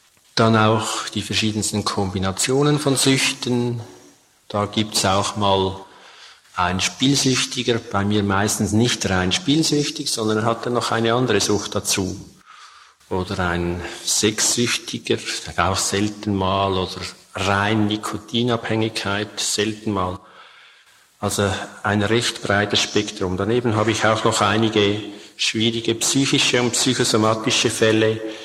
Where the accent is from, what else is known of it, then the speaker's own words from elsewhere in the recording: Switzerland; accent: Swiss; Ich komme aus der Schweiz, wie Sie wahrscheinlich schon bei den ersten Worten hören, und bitte um Entschuldigung für mein Hochdeutsch.